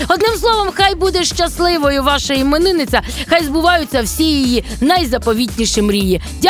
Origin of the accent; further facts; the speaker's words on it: Kyiv, Ukraine; Славетний, незламний, український, мій рідний Київ.